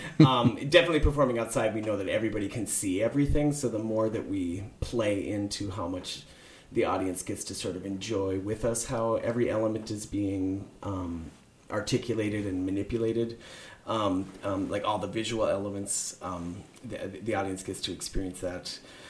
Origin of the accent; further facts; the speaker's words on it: Silver Bay, Minnesota, United States; I'm originally from Silver Bay, so bringing it to Lake County is a delight as well.